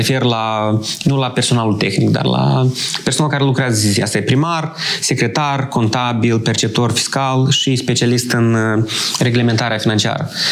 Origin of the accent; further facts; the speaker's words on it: Rățuș, Telenești District, Moldova; born there; eu locuiesc în satul în care m-am născut și tot timpul când mă prezint și ceva, dar de unde ești, spun din Ratuș, Ratuș Târșilceni.